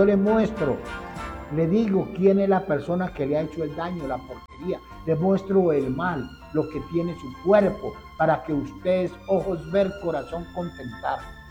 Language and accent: Spanish; Aquitania, Boyacá, Colombia; Yo soy de Aquitania.